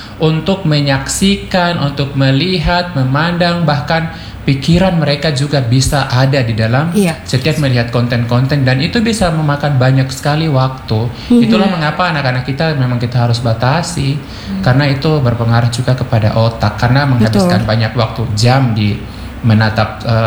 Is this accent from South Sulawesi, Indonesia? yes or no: no; Biak, Papua, Indonesia; Indonesian is a second language; Daripada bahasa saya dari Biak itu lebih tidak mengerti lagi.